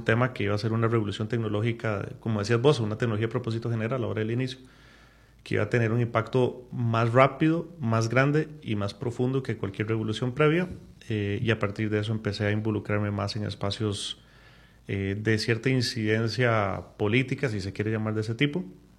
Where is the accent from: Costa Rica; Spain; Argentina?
Costa Rica; San José; born there; antes de los 5 años crecí en La Lucha.